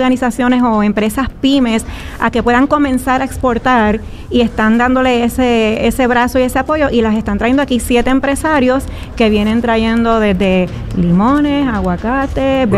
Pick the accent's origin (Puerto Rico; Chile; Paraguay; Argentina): Puerto Rico; nosotros los puertorriqueños.